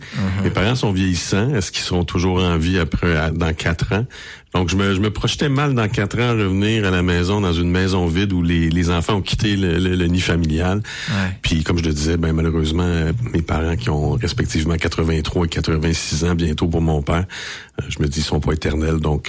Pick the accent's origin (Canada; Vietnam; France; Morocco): Canada; Quebec City, Quebec; born there; also born or lived in Trois-Rivières; Moi, je suis né à Québec en 1967. Mais à l'époque, mon père était ingénieur de formation, puis à l'époque, travaillait pour des pétrolières, puis on était souvent transférés d'une ville à l'autre. Donc, transféré à Québec, c'est là que j'y suis né.